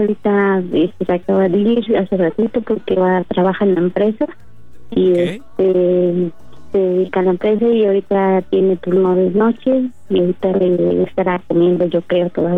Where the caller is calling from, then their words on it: State of Mexico, Mexico; Aquí, Cerrillo Vistahermosa.